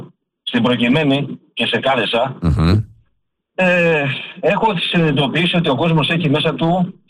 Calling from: Greece; και εμείς νιώθουμε πράγματα ως Έλληνες πατριώτες

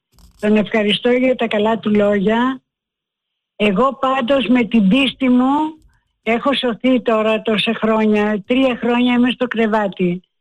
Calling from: Cholargos, Attica, Greece; από το Χολαργό.

